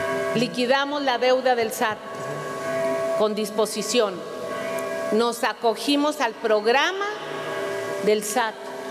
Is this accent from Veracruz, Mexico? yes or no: yes; Veracruz, Mexico; así somos los veracruzanos.